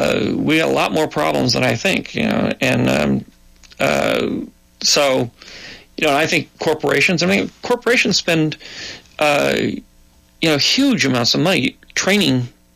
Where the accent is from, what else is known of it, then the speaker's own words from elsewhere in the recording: California, United States; when I grew up in California here